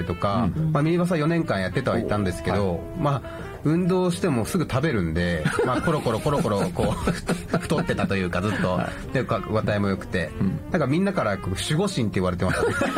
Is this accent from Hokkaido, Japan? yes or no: yes; Sapporo, Hokkaido, Japan; 札幌出身です。